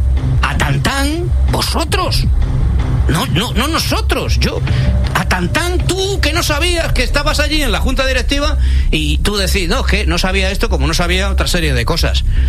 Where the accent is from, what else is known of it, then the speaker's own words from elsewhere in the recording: Spain; Por nacimiento, como dice Federico, somos españoles, nacemos españoles y ya todo es nuestro.